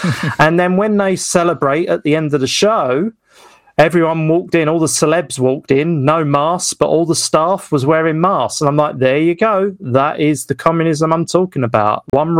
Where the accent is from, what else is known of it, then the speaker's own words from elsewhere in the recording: Westcliff, East of England, United Kingdom; doing a show in Westcliff in my hometown